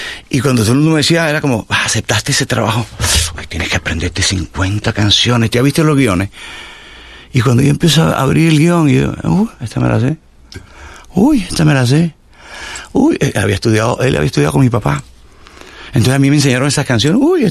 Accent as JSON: {"language": "Spanish", "region": "Andean region", "country": "Colombia", "moved": "yes", "lives_now": "Caribbean Region, Colombia", "said": "Yo soy andino, pero estoy en el Caribe."}